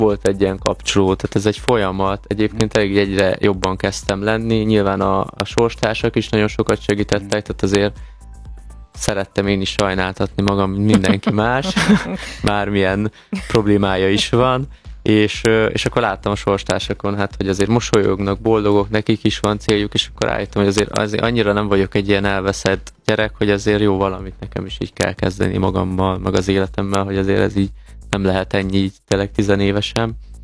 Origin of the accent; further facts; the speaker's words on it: Nagyváty, Baranya, Hungary; born there; ugye Pécs mellett, Nagyvátyon, uh-huh. ugye a szülőfalumba